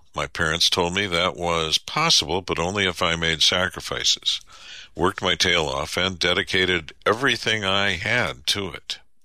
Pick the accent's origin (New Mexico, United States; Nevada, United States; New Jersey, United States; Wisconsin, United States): New Mexico, United States; Albuquerque; I grew up in Albuquerque, New Mexico, where we lived in a one-story brown stucco house that had boulders and dirt in the backyard.